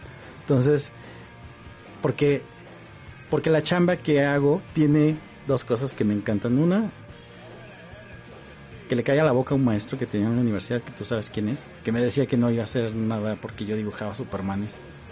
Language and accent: Spanish; Mexico; que nosotros desconocemos como mexicanos